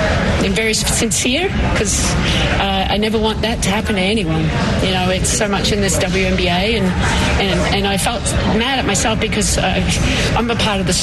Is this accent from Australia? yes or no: yes; Australia; it's no excuse that I'm from Australia. We have cultural differences. I've lived here long enough to know the issues that what there are in this country.